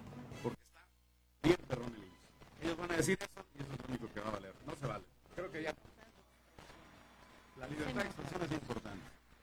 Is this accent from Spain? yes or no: no; Mexico; A nosotros como mexicanos